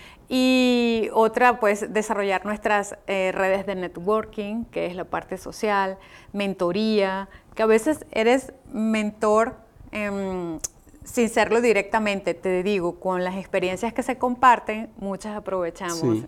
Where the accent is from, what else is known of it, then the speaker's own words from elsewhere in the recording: Venezuela; now in Sonora, Mexico; Soy venezolana, pero sí. Soy mexicana ya, por naturalización.